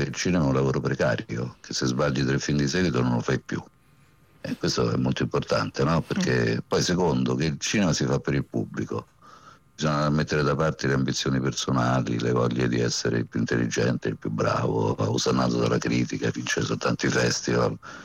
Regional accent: Rome, Lazio, Italy; Siamo romani

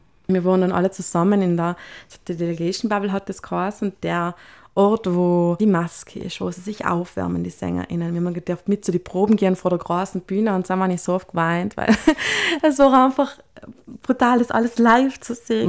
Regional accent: Trentino-Alto Adige, Italy; moved away as an adult; now in Vienna, Austria; wieso ich dann nicht in Italien lebe und wieso ich dann jetzt nach Wien gegangen bin. Und dann haben wir ein paar ganz interessante Gespräche gehabt, wie das als Südtirolerin dann so ist.

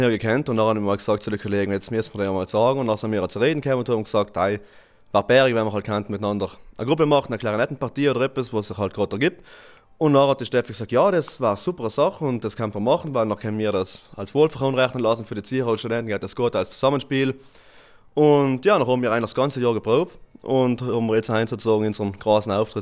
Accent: Naturns, Trentino-Alto Adige, Italy; ich komme aus Naturns

